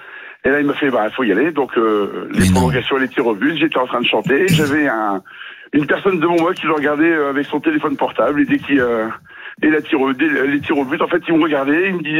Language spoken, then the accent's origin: French; Paris, Île-de-France, France; je suis parisien.